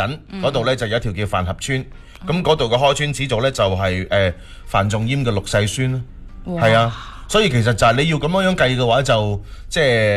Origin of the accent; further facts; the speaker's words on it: Foshan, Guangdong, China; accent: Chancheng Foshan; also born or lived in Xiqiao, Nanhai; 我喺禅城大咁样可能会带一啲嘅呢个禅城佛山嘅口音。